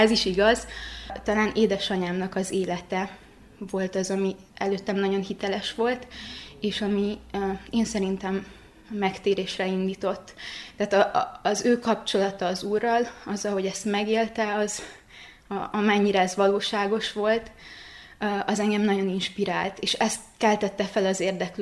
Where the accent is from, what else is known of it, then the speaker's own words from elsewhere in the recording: Baraolt, Covasna, Romania; moved away as an adult; now in Cluj-Napoca, Romania; Én Székelyföldről érkeztem, egy kis városból, Baróta neve. Tavaly ilyenkor, amikor felköltöztem, nagy kihívás volt, hogy egy ilyen nagy városban eligazodjak